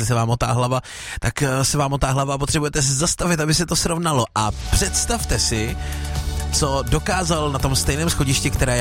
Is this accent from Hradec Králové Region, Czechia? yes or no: no; Plzeň, Plzeň Region, Czechia; born there; Já jsem se narodil v Plzni, k Plzni mám vřelý vztah